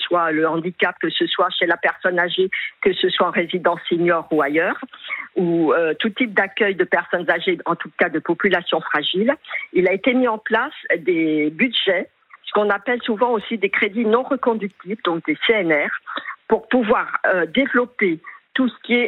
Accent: Île-de-France, France; j'ai fait la province comme Paris, comme l'Île-de-France, puisque je suis des Hauts-de-Seine.

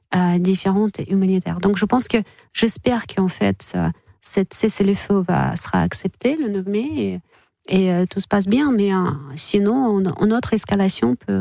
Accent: Russia; moi, en tant que Russe, et je suis allée à Moscou il n'y a pas très longtemps

